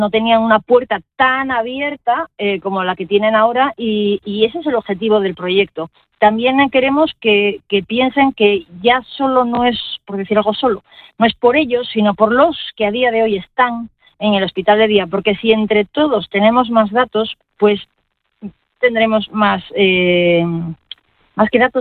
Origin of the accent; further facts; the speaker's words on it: Navarre, Spain; qué afortunados soy los de Navarra